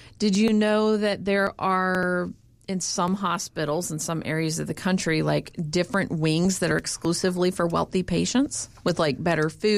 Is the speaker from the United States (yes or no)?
yes; Georgia, United States; moved away; my home state, Georgia.